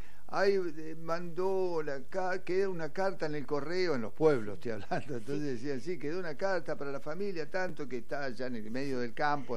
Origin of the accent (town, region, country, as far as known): Argentina